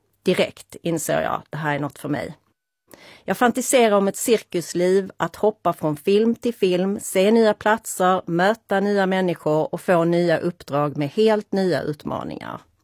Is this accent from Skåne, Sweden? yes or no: yes; Malmö, Skåne, Sweden; Jag är uppvuxen i Malmö med en pappa som var bankdirektör och en mamma som var tandtekniker och en lillebror.